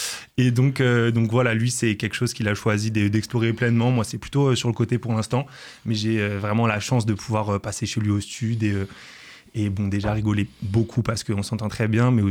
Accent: Paris, Île-de-France, France; now in Clermont-Ferrand, France; je suis un Clermontois d'adoption. J'ai grandi à Paris.

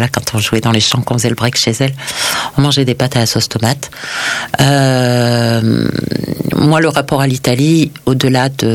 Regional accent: Briançon, Provence-Alpes-Côte d'Azur, France; now in Toulouse, France; j'ai grandi aussi à la frontière italienne. Moi, je suis née, j'ai grandi à Briançon. Donc, on n'est pas très, très loin. On est à une petite heure, toute petite heure de route de Turin.

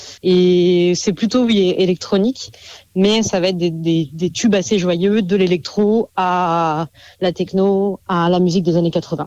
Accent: Besançon, Bourgogne-Franche-Comté, France; On vient de Besançon

